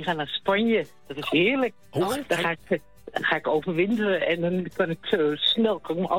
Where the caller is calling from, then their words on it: The Hague, South Holland, Netherlands; uit Scheveningen.